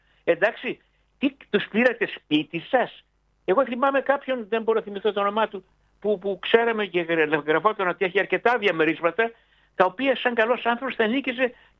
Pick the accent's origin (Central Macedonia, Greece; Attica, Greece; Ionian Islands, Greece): Central Macedonia, Greece; Thessaloniki; Εγώ είμαι Σαλονικιός.